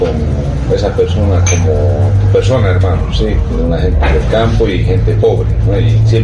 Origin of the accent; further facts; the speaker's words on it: Tiraque, Cochabamba, Bolivia; yo también soy de gente humilde, mi padre es del campo, mi madre es del campo, soy de Tiraque, me siento orgulloso de mi pueblo